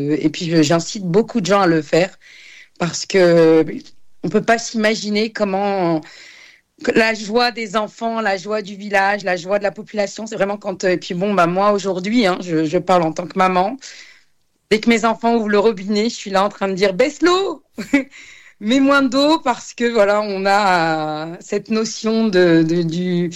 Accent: Djerba, Medenine, Tunisia; moi, je suis originaire de la Tunisie et d'une petite île qui s'appelle Djerba. Et on boit l'eau de la pluie.

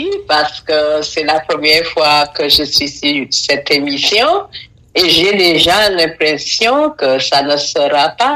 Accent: Dominica; also born or lived in Curaçao; Je suis dominicaine. Je suis née à Curaçao, des parents de la Dominique.

